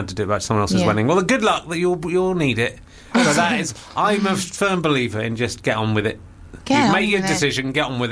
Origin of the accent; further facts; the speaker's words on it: Pocklington, Yorkshire and the Humber, United Kingdom; born there; I was born in Pocklington.